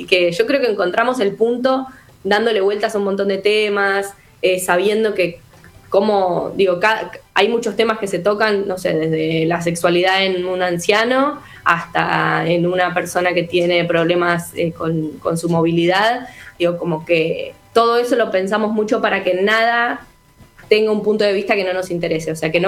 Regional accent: Balcarce, Buenos Aires Province, Argentina; Estuvimos en Balcarce, que es mi ciudad

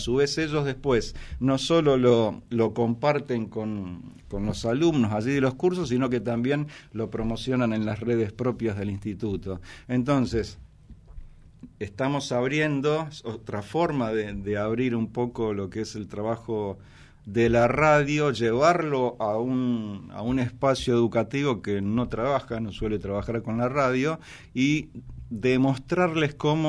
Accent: Argentina; los trabajos que hacemos los argentinos

